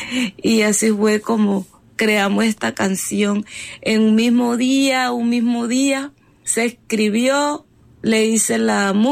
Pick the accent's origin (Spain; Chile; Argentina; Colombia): Colombia; San Martín de Loba, Bolívar; born there; cantautora de los ritmos de tambora. Nací en San Martín de Loba, sur del departamento de Bolívar.